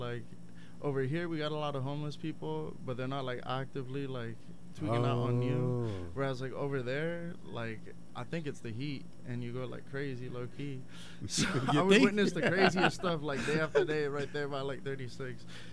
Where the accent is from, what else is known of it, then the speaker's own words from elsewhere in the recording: Miami, Florida, United States; moved away as an adult; also born or lived in Austin, Texas / St. Louis, Missouri; now in Portland, United States; So I'm born and raised in Miami, Florida. I'm a Miami boy till I die. I moved out to Portland like 2.5, roughly like 3 years ago. I was living in Austin, Texas before that, too.